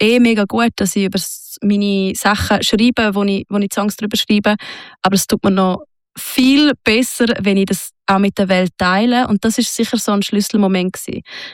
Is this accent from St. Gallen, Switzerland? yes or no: yes; Sargans, St. Gallen, Switzerland; hat mich mal gefragt, in meiner Heimatstadt Sargans